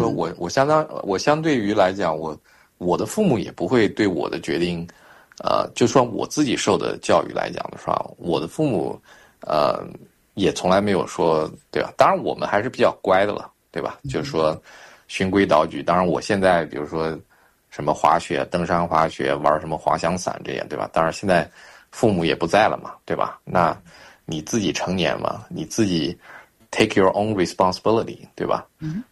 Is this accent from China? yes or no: yes; China; 我们中国人